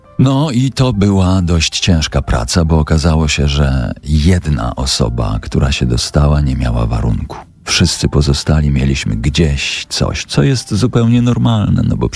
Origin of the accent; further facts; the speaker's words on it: Tyczyn, Subcarpathian Voivodeship, Poland; accent: Subcarpathian sing-song